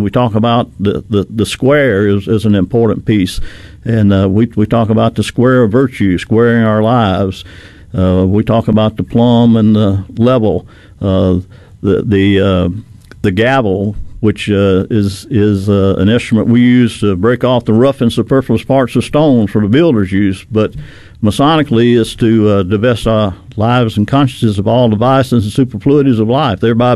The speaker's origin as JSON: {"language": "English", "town": "Philadelphia", "region": "Mississippi", "country": "United States", "tie": "born or raised there", "said": "Go to my hometown, Philadelphia, Mississippi"}